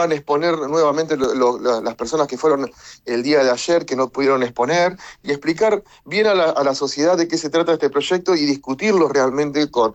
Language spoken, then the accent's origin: Spanish; Argentina; un tema tan importante que debería unirnos como argentinos